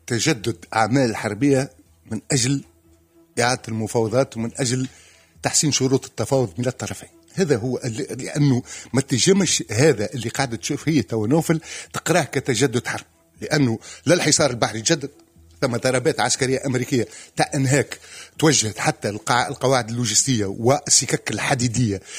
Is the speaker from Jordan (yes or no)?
no; Tunisia; باش يولي عندنا في تونس التطبيقه هي نشاط قانوني.